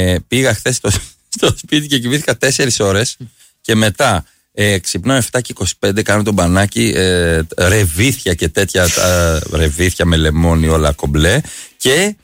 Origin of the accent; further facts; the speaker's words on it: Arta, Epirus, Greece; Εγώ δεν είμαι από το Λακαρνανή, είμαι από την Άρτα.